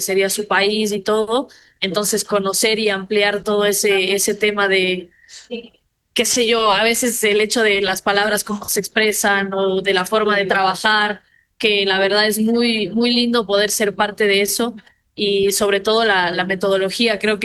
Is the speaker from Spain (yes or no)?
no; Cuenca, Azuay, Ecuador; hablar un poco con gente de mi ciudad natal.